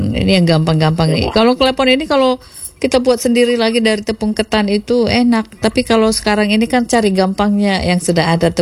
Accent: North Sumatra, Indonesia; Kalau di kita orang Batak juga ada itu lapet namanya

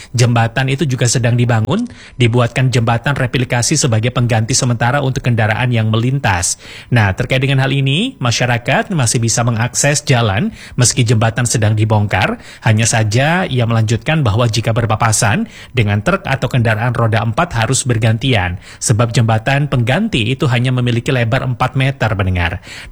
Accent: East Java, Indonesia; kita sebagai warga Malang Raya

